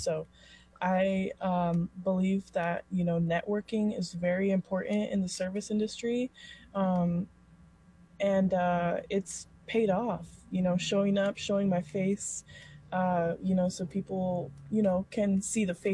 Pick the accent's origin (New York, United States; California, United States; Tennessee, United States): California, United States; Atascadero; Yes, I was born and raised in Atascadero.